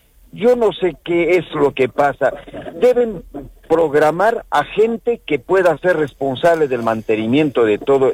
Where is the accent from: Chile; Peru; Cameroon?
Peru; Arequipa; no soy neto arequipeño, pero el 99% desde la niñez he radicado acá en Arequipa.